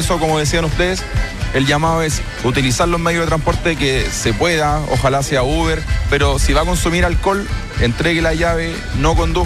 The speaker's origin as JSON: {"language": "Spanish", "town": "Linares", "region": "Maule", "country": "Chile", "said": "Yo soy de la región del Maule, de la comuna de Linares."}